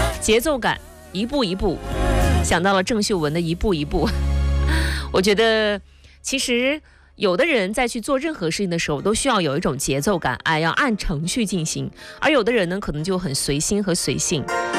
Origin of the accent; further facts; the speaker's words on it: Shandong, China; 我就是越来越了解山东之后，越发的热爱自己的家乡。